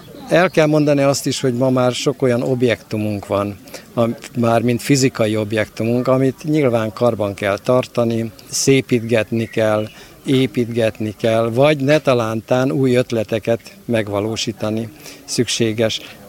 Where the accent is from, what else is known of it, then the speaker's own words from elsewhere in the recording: Sárospatak, Borsod-Abaúj-Zemplén, Hungary; born there; mi úgy nőttünk föl, mint egy asszimilálódott közösség, tehát Sárospatakhoz nagyon szorosan hozzátartozóan